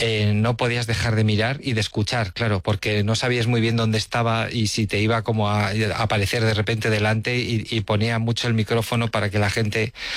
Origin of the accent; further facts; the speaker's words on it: Villacarriedo, Cantabria, Spain; y luego he estado en las fiestas de mi pueblo, en Villacarriedo, también hace una semana